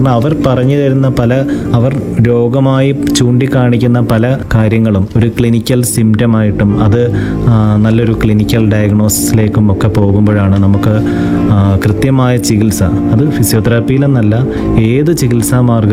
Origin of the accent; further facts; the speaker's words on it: Kambissery, Kerala, India; born there; ഞങ്ങളുടെ വീടിനോട് ചേർന്ന് തന്നെ നേരത്തെ ഒരു ആശുപത്രി, കാമ്പിശ്ശേരിയിൽ മെഡിക്കൽ മിഷൻ ആശുപത്രി